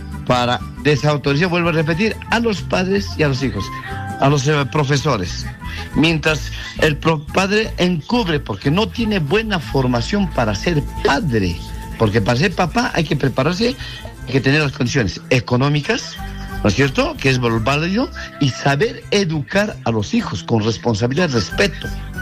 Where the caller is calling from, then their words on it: Apurímac, Peru; de Apurímac, ¿no?